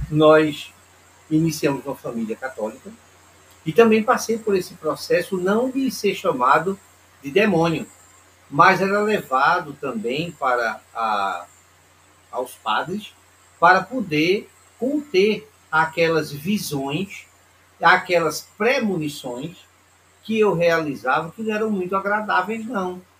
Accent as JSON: {"language": "Portuguese", "region": "Alagoas", "country": "Brazil", "moved": "yes", "lives_now": "Recife, Brazil", "said": "Eu saí de Alagoas e viemos morar em Recife."}